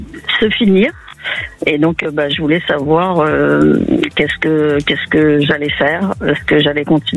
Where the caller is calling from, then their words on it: Nouvelle-Aquitaine, France; J'habite le bassin d'Arcachon.